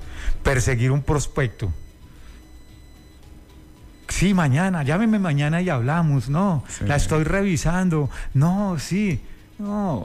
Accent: Boyacá, Colombia; yo soy de Boyacá, vengo de familia de campesina, que les encantan los caballos, montar a caballo.

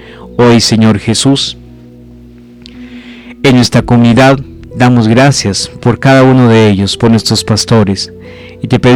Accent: Colombia; pero también como pueblo colombiano.

